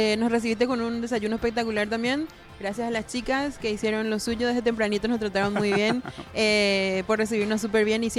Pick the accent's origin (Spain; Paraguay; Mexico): Paraguay